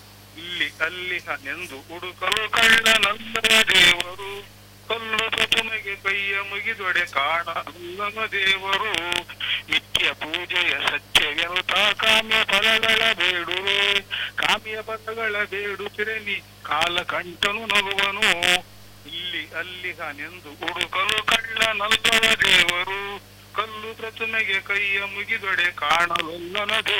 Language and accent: Kannada; Hemmadi, Karnataka, India; ನನ್ನ ಊರು ಕುಂದಾಪುರ ತಾಲೂಕಿನ ಹೆಮ್ಮಾಡಿ ಅಂತ, ಉಡುಪಿ ಜಿಲ್ಲೆಯವನು ನಾನು.